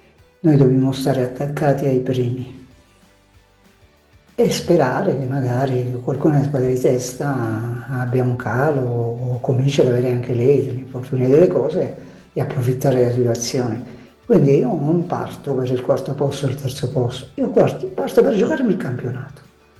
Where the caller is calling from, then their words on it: Taranto, Apulia, Italy; da Taranto.